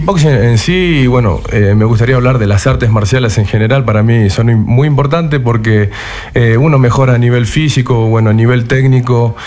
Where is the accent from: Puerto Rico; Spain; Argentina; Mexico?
Argentina; moved away as an adult; now in Ecuador; yo soy argentino, vivo aquí en el Ecuador ya hace casi 7 años. Bueno, vine prácticamente por trabajo, por el deporte, venir a dar clases